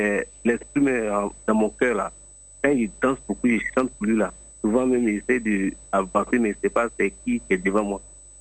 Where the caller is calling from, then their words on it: Oumé, Gôh-Djiboua, Côte d’Ivoire; J'appelle de Oumé, département de Oumé.